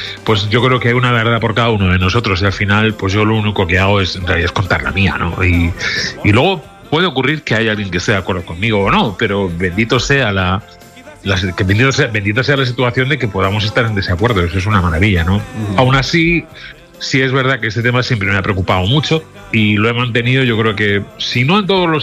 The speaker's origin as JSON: {"language": "Spanish", "town": "Alicante", "region": "Valencian Community", "country": "Spain", "tie": "born or raised there", "also_born_or_lived": "Madrid", "moved": "as an adult", "said": "desde que nací, bueno, aunque nací es en Madrid, pero luego me fui muy, muy criado, con 6, 7 años me fui a vivir a Alicante. Y desde esa edad, más o menos, hasta los, un poco antes inclusive, hasta los 18, que ya me voy a ir a Valencia ahí."}